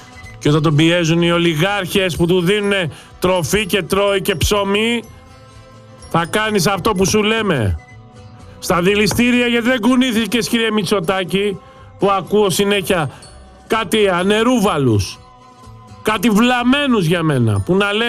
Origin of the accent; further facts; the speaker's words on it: Greece; Την Ελλάδα μας, τη χώρα μας. Την πατρίδα μου.